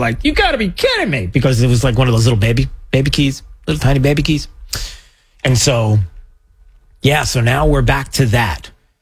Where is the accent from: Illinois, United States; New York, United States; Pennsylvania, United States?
New York, United States; Because the 70s, we had if you lived in New York, I grew up in New York.